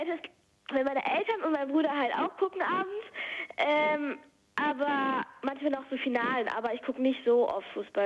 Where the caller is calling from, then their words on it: North Rhine-Westphalia, Germany; Aus Kempten, also aus Nordrhein-Westfalen.